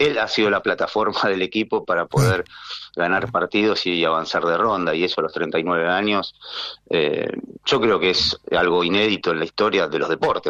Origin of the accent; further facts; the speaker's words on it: Argentina; somos argentinos